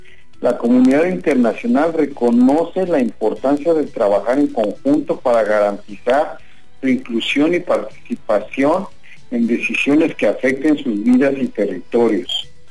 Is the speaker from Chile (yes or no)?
no; Mexico